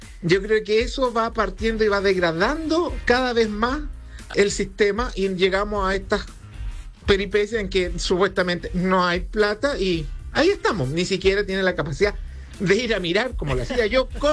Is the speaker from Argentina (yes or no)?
no; Ñuñoa, Santiago Metropolitan Region, Chile; yo soy de Ñuñoa, nos llevaban a las fondas de Ñuñoa